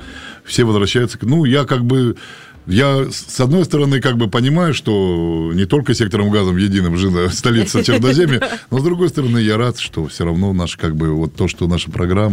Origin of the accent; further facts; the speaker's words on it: Kazakhstan; now in Voronezh, Russia; я сам вырос в Казахстане